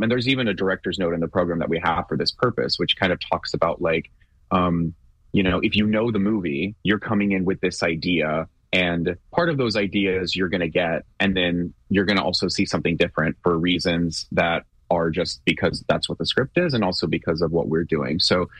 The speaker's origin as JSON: {"language": "English", "town": "Houston", "region": "Texas", "country": "United States", "tie": "born or raised there", "said": "I grew up in Houston, and when I was younger and kind of first starting out in Houston, there were so many summer shows and activities"}